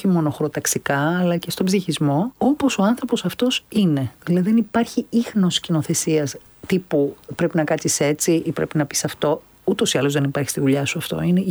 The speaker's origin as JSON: {"language": "Greek", "country": "Greece", "said": "και είμαστε Έλληνες καλλιτέχνες επίσης"}